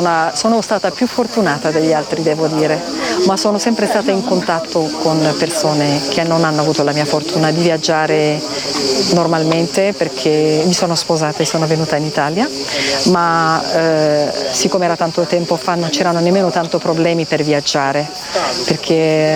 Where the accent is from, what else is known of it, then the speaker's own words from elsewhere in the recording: Ethiopia; now in Italy; vengo dall'Etiopia, ma la mia mamma è eritrea.